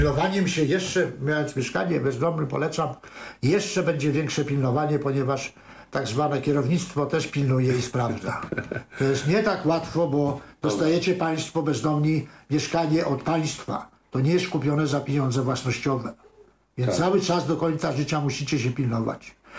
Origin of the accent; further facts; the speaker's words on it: Radom, Masovian Voivodeship, Poland; Urodziłem się koło kina Przyjaźń, naprzeciwko 200 metrów w Radomiu było kino Przyjaźń.